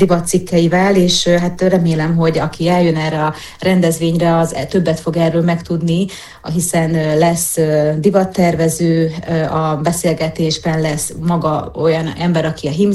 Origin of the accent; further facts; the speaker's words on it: Zakarpattia Oblast, Ukraine; nyilván nem mondok senkinek újdonságot a kárpátaljai magyarként